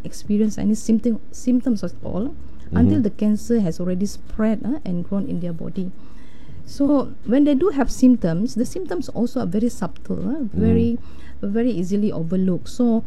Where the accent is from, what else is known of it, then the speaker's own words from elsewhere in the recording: Semporna, Sabah, Malaysia; I'm originally from Semporna.